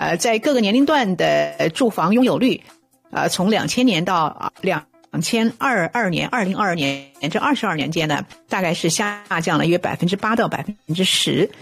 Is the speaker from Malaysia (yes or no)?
no; Canada; 对我们加拿大人来讲呢